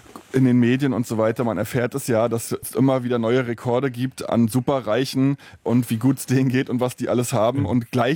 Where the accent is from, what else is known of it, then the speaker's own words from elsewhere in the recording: Stralsund, Mecklenburg-Vorpommern, Germany; alleine die Leute in den Altstadt in Stralsund, in der Stadt, wo ich aufgewachsen bin, die haben andere Sachen erlebt.